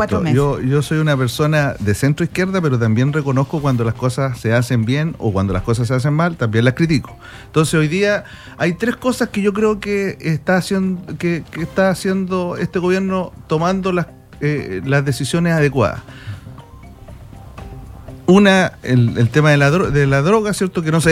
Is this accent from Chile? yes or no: yes; Chile